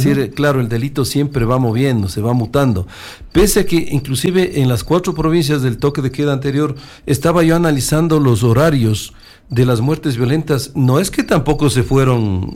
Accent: Ecuador; como ecuatoriano de bien

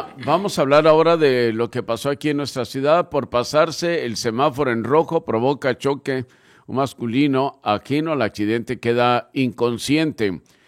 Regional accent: Mexico; todos somos mexicanos

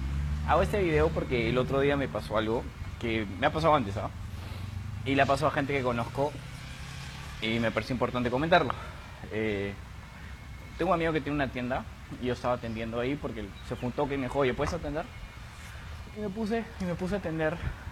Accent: Peru; no soy peruano.

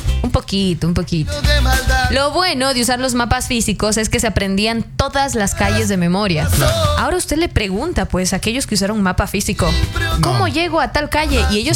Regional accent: Machala, El Oro, Ecuador; now in Cuenca, Ecuador; cuando vinimos a vivir a Cuenca, ustedes saben, yo soy de Machala.

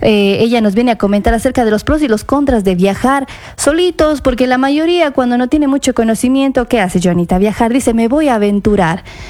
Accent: Ecuador

